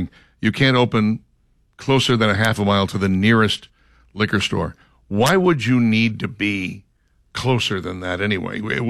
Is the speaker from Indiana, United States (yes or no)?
no; Minnesota, United States; I always thought it was interesting when I grew up in Minnesota that liquor stores were closed on Election Day.